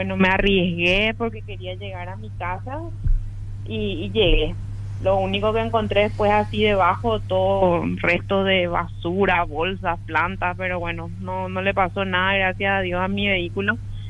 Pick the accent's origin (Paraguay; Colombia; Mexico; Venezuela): Paraguay; yo no soy de Asunción, pero bueno, es nuestra capital y es donde más estamos. Trabajo en Asunción